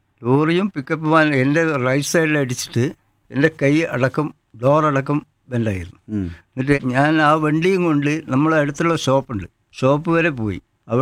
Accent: Kerala, India; moved away; also born or lived in Maharashtra

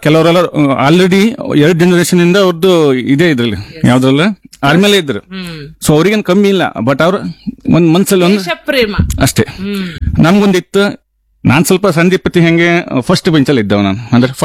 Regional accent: Koteshwara, Karnataka, India; born there; now in Basrur, India; ಬಸರೂರು ಮೊದಲು ಹುಟ್ಟದ್ದು ಕೋಟೇಶ್ವರ.

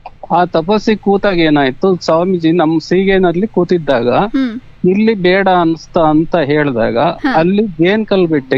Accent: Kondajji, Karnataka, India; ನಮ್ಮೂರು ಕೊಂಡಜ್ಜಿ ಅಂತ ಮೇಡಮ್, ಕೊಂಡಜ್ಜಿ, ಕೊಂಡ ಅಜ್ಜಿ

